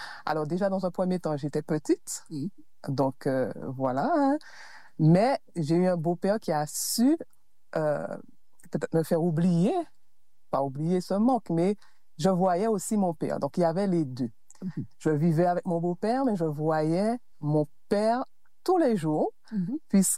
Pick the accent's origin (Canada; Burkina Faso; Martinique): Martinique; Le Robert; Eh bien, j'ai grandi au Robert. Hein? Je suis née en Martinique.